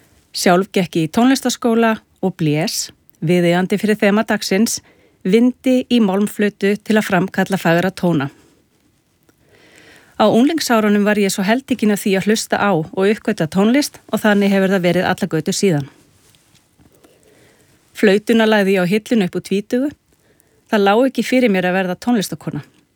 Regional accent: Keflavík, Southern Peninsula, Iceland; Sjálf ég alinn upp á stað sem Íslendingar hafa valið að kalla rokraskat. Ég að tala Keflavík, suður með sjó. Það var samt ljúft og gott að alast þar upp

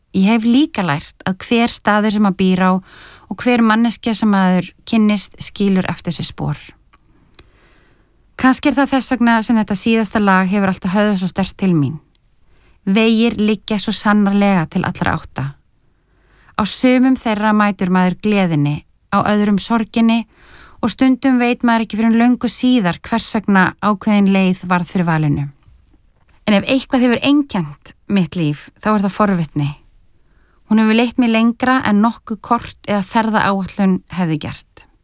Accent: Reykjavík, Capital Region, Iceland; also born or lived in Norway; Ég ólst upp í Reykjavík, ég hef ferðast heiminn, ég bjó í Noregi, ég hef unnið í Afganistan, Líbanon, Nígeríu og víða.

